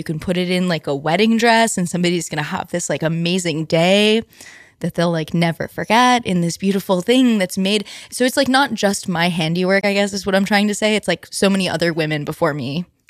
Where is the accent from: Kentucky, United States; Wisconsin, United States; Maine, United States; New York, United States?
New York, United States; hey, take a chance on a girl. I'm from New York, you know, like I promise I'm a good person.